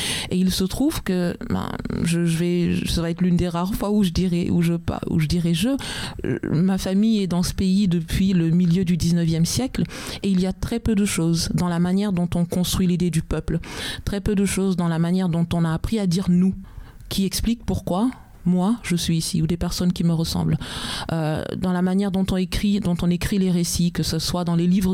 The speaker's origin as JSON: {"language": "French", "country": "France", "said": "lorsque je pense à ma relation avec ce pays qui est le mien"}